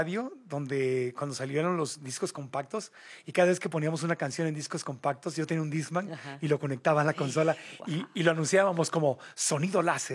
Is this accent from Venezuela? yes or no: no; Mexico; A ver, somos los mexicanos los que tenemos la fascinación